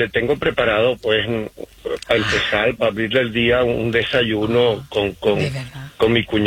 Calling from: Utah, United States; Los llamo desde Utah, estoy aquí.

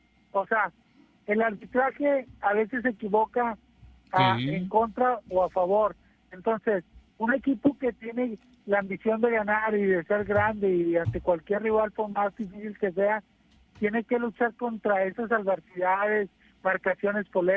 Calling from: Juárez, Nuevo León, Mexico; yo vivo acá en Juárez, sobre el mall, Fantasma.

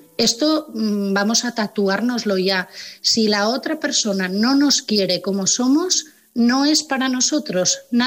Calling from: Asturias, Spain; de Asturias

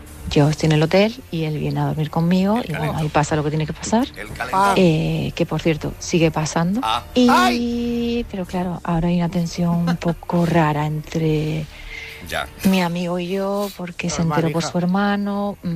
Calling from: Madrid, Community of Madrid, Spain; soy de Madrid.

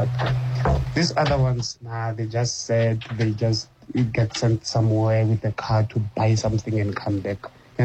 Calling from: Pretoria, Gauteng, South Africa; I'm from Pretoria.

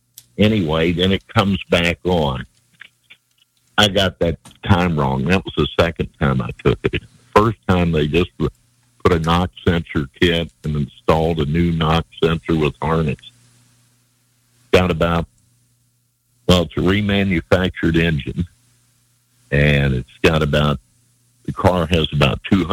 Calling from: Black Hawk, South Dakota, United States; I'm calling you from Black Hawk, South Dakota.

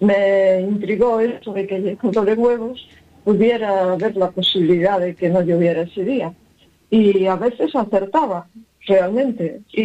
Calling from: Bueu, Galicia, Spain

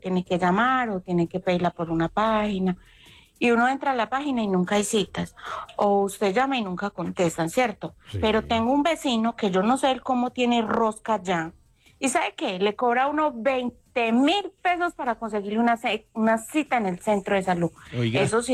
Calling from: Colombia; Yo vivo en París.

